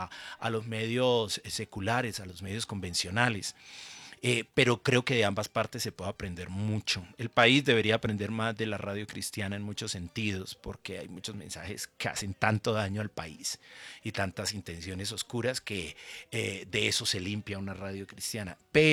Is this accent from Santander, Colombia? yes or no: yes; Bucaramanga, Santander, Colombia; yo soy de Bucaramanga, sí. Venía de Bucaramanga, nací en el cristianismo en Bucaramanga, en mi familia